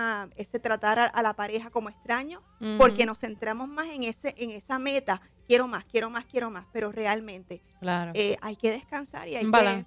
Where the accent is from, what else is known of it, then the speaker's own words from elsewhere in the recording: Mayagüez, Puerto Rico; now in Cupey, Puerto Rico; Yo soy de Mayagüez.